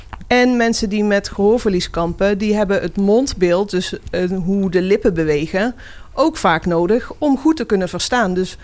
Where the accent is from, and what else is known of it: Netherlands